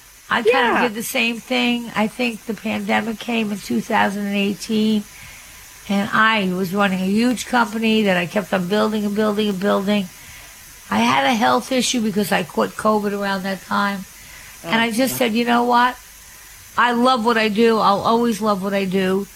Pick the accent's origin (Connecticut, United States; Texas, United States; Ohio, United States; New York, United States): New York, United States; Long Island; born there; moved away as an adult; I came from Long Island, I started in the city